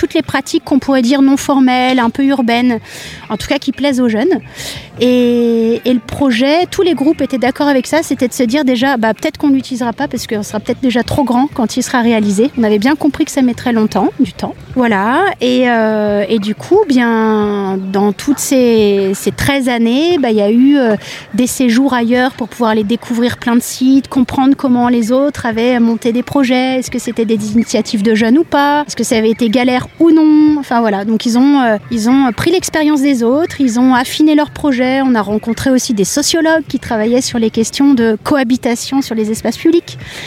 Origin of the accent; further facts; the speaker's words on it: Paris, Île-de-France, France; also born or lived in Nantes / Grenoble / Lyon; Moi je suis née à Nantes, j'ai passé mon adolescence après à Paris, en région parisienne, puis à Grenoble, Lyon